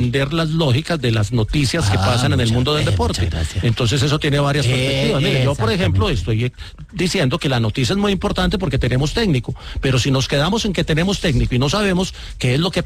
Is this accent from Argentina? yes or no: no; Colombia